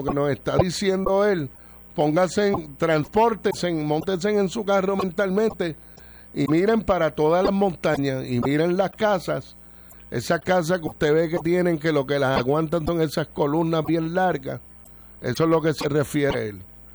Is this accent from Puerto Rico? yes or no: yes; Añasco, Puerto Rico; allá donde yo me crié, en Daguey, en Añaco.